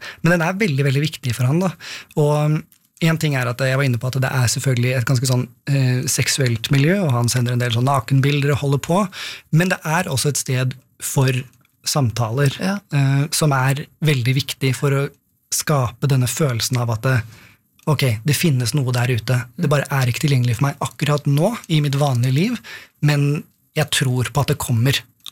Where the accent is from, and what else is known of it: Oppegård, Akershus, Norway; born or raised there